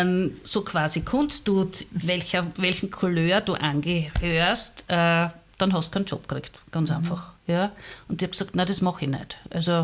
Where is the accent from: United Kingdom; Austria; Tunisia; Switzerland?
Austria; Graz, Styria; Ja, also ich komme aus Graz. Ich bin vor ziemlich genau 60 Jahren in Graz-Maria-Trost geboren worden, in der Maria-Troster-Straße.